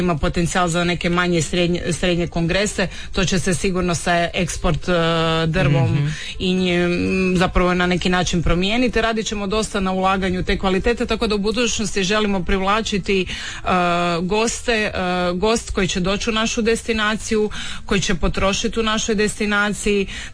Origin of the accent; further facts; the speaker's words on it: Zagreb, City of Zagreb, Croatia; now in Rijeka, Croatia; ja sam rođena Zagrepčanka sa riječkom adresom posljednjih 16 godina i Rijeka me osvojila upravo sa tom svojom autentičnošću